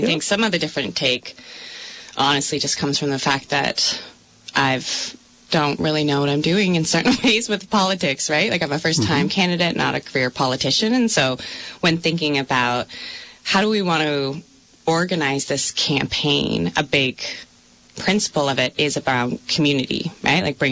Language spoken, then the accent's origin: English; Strafford, Vermont, United States; But I think for me, probably the defining experience of growing up in Vermont was, or in Stratford, was town meeting.